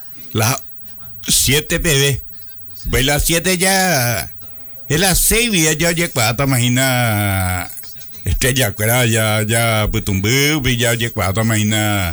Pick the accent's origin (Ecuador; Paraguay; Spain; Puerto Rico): Paraguay; Ciudad del Este, Alto Paraná; soy de Ciudad del Este, de La Reina, kilómetro 4.